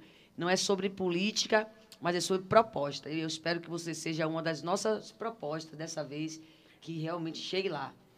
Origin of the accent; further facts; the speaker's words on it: Salvador, Bahia, Brazil; now in Bilbao, Spain; a gente se conhece de Salvador, somos de Salvador, porém, somos de todo o canto, né?